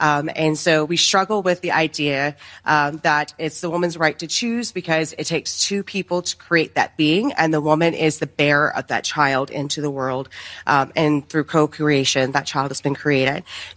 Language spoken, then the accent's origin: English; Burleson, Texas, United States; I'm from Burleson, Texas.